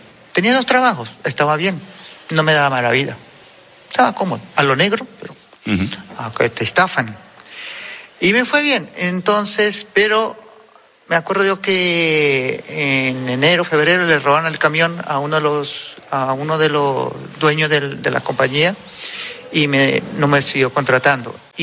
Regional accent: Caracas, Capital District, Venezuela; also born or lived in Trujillo; Yo nací en Trujillo, me crié en Caracas, Venezuela.

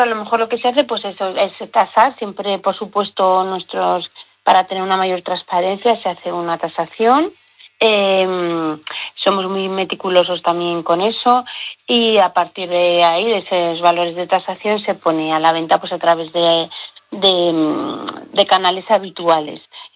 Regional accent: Teruel, Aragon, Spain; de la que nos estamos beneficiando también los turolenses

